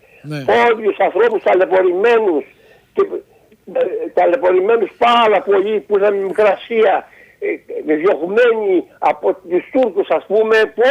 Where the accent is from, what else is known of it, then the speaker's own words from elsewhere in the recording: Piraeus, Attica, Greece; γιατί εγώ είμαι από τον Πειραιά